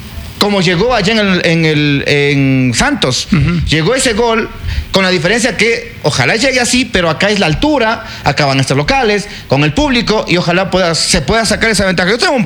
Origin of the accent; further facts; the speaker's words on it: Ecuador; Como macareños, como ecuatorianos.